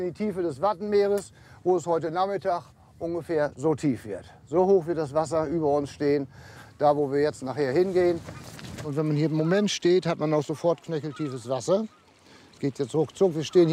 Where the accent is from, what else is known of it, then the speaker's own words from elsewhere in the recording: Juist, Lower Saxony, Germany; Ich bin hier aufgewachsen, bin hier geboren auf der Insel.